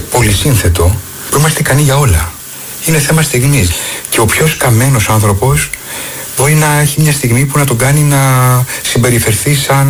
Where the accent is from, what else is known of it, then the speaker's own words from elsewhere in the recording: Tilos, South Aegean, Greece; also born or lived in Rhodes; η ταυτότητά μου γράφει γεννηθεί στη Ρόδο. Είμαι ένα παιδί που μεγαλώνει όμως στην Τήλο. Δηλαδή το νησί που μεγάλωσα είναι η Τήλος. Μπορεί να άνοιξε τα μάτια μου στη Ρόδο, αλλά ο τόπος που με όλες μου τις αισθήσεις άρχισα να αντιλαμβάνομαι και να προσπαθώ να καταλάβω τον κόσμο είναι η Τήλος.